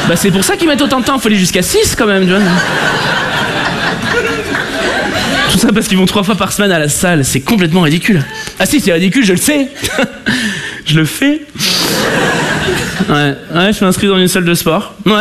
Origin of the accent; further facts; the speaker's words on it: Paris, Île-de-France, France; Parce que je suis parisien et superficiel.